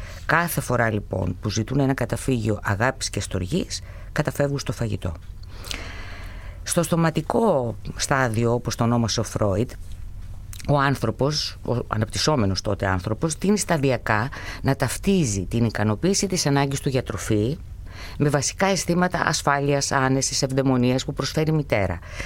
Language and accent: Greek; Greece; είμαστε Έλληνες, ένας μεσογειακός λαός